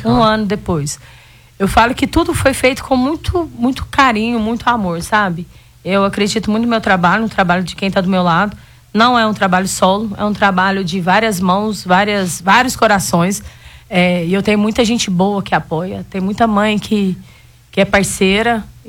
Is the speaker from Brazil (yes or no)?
yes; Goiás, Brazil; moved away as an adult; also born or lived in Uberlândia; E eu sou goiana, né? Sou de Goiás.